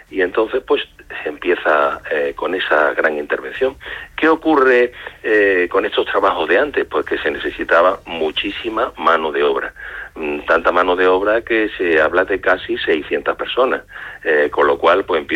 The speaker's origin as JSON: {"language": "Spanish", "town": "Málaga", "region": "Andalusia", "country": "Spain", "said": "He de decir que, como los malagueños somos así, fue el mayor pantano que existió en España."}